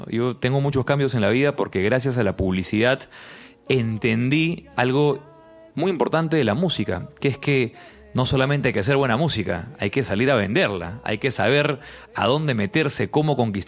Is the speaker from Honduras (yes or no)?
no; Peru